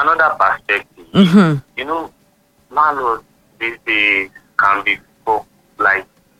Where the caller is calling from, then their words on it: Ibadan, Oyo, Nigeria; I'm from Ring Road.